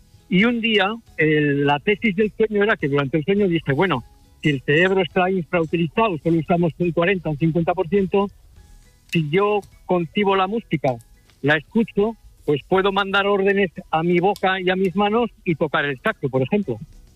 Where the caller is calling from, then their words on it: San Sebastián, Basque Country, Spain; porque yo soy de San Sebastián.